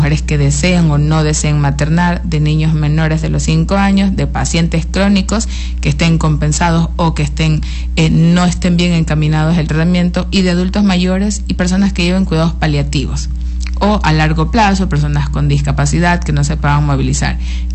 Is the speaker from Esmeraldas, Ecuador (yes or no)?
yes; Esmeraldas, Ecuador; moved away as an adult; now in Morona Santiago, Ecuador; Bueno, yo soy esmeraldeña. En todos los ámbitos, esmeraldeña de Esmeraldas, la original, y siempre digo esmeraldeña de la Esmeraldas Oriental también. Hace ya 10 años, casi 11 años que vivo en Morona, Santiago.